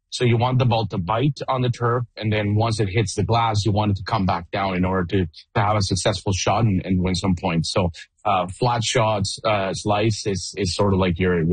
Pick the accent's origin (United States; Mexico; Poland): Mexico; So I was born and raised in Mexico. I was born on a tennis court in Mexico.